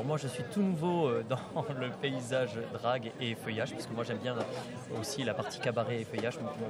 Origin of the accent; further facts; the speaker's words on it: Saint-Affrique, Occitanie, France; Et pour ma part, je suis du sud d'Aveyron puisque je suis de Sainte-Afrique.